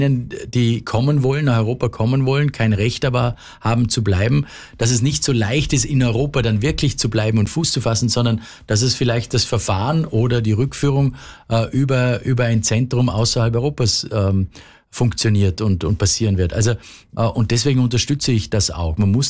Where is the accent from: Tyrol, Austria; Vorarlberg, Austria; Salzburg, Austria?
Vorarlberg, Austria; ich bin an der Schengen-Außengrenze eigentlich aufgewachsen, an der Grenze zur Schweiz